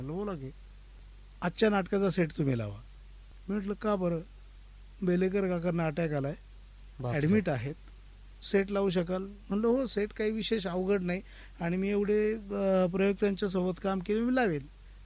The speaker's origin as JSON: {"language": "Marathi", "town": "Vadzire", "region": "Maharashtra", "country": "India", "tie": "born or raised there", "also_born_or_lived": "Mumbai", "moved": "yes", "lives_now": "Ahmednagar, India", "said": "मी मूळचा पारनेर तालुक्यातला वडझिरे गावचा, माझ्या शेजारचं गाव देवी बैरे"}